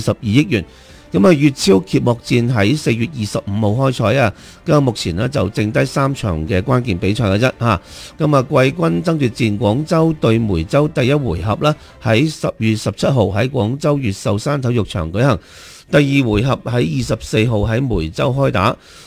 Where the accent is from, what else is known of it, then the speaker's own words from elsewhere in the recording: Guangdong, China; 呢啲其實喺我哋廣東係好常見嘅咁樣，